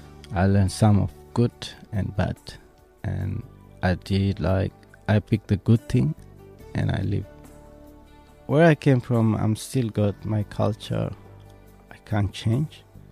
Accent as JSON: {"language": "English", "country": "Eritrea", "second_language": "English", "moved": "yes", "lives_now": "Australia", "said": "I came from Africa, Eritrea. I came to Australia 1995."}